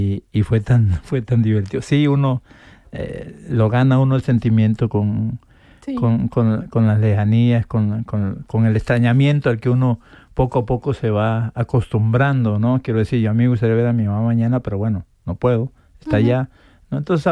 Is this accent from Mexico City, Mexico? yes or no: no; Paraíso, Tabasco, Mexico; Porque yo soy tabasqueño, soy de Paraíso, Tabasco.